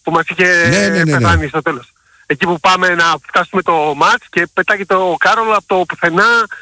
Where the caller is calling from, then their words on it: Bristol, South West England, United Kingdom; από τον Μπρίστολ.